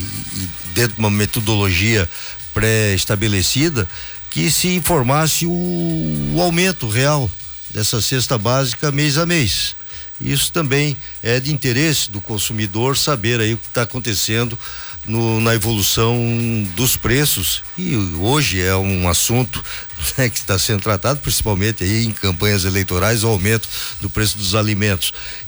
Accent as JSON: {"language": "Portuguese", "region": "Minas Gerais", "country": "Brazil", "tie": "born there", "said": "Sou mineiro de nascimento. Mineiro."}